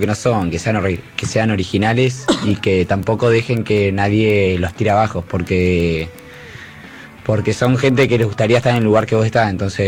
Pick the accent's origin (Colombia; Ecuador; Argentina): Argentina; Río Gallegos, Santa Cruz; nada, nací acá en Río Gallegos, y patino desde, desde los 11 años.